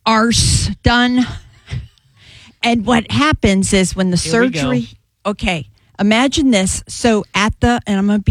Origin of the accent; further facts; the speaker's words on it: Midwest, United States; That was growing up in the Midwest